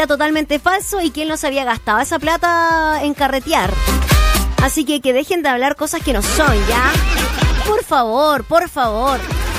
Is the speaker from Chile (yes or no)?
yes; Chile; Somos cahuineros los chilenos.